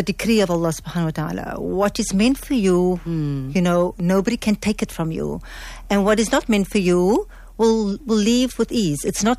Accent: Cape Town, Western Cape, South Africa; I grew up in Mitchells Plain, so Portland specifically.

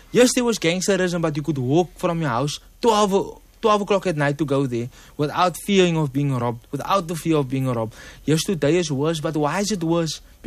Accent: Cape Town, Western Cape, South Africa; I'm from Mitchell's Plain, so I'm automatically a collision.

